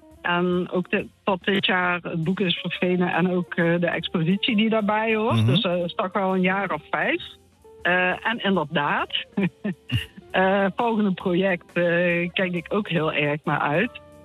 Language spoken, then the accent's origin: Dutch; Limburg, Netherlands; accent: Limburg; En het loopt door Limburg, zoals je misschien hebt gehoord. En mijn accent ook.